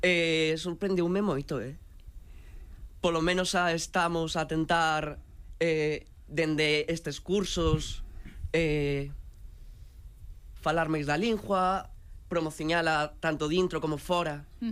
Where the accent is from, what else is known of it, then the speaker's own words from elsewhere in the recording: Madrid, Community of Madrid, Spain; Galician is a second language; De Madrid, Madrid son de Vallecas, ¿eh?